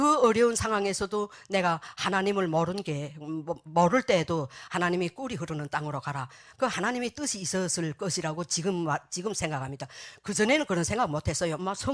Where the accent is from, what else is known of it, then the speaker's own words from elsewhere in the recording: North Korea; now in South Korea; 탈북자들이 캐고 들어가 보면 나처럼 독거노인들이 너무 많고요.